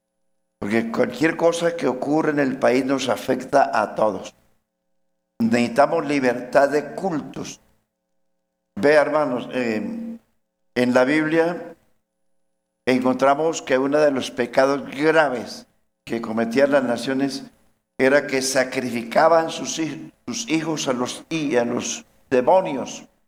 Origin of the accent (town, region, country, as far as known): Colombia